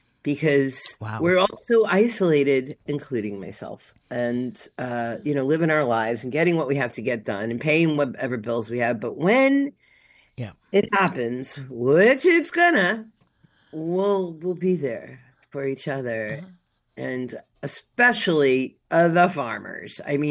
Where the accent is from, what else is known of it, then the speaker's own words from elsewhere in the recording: Long Island, New York, United States; moved away; we're both from Long Island